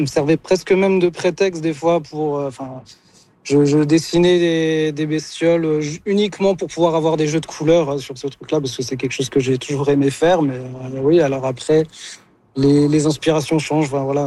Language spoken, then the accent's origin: French; Nancy, Grand Est, France; De Nancy, en France.